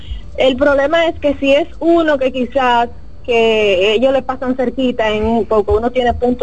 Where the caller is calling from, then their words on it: Santiago de los Caballeros, Santiago, Dominican Republic; desde Santiago, la ciudad corazón.